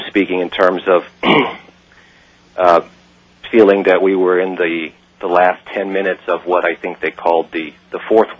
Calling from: Pasadena, California, United States; Hi, I'm calling from Pasadena.

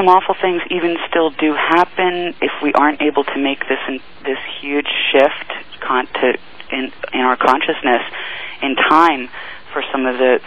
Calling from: Philadelphia, Pennsylvania, United States; from Philadelphia.

